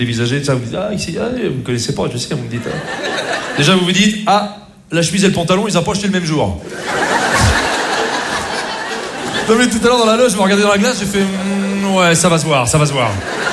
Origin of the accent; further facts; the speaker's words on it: Rouen, Normandy, France; parce que moi, je ne suis pas du tout de Paris, je ne suis pas du tout de Marseille, bien sûr, moi, je suis de Rouen. Je ne sais pas si vous connaissez Rouen.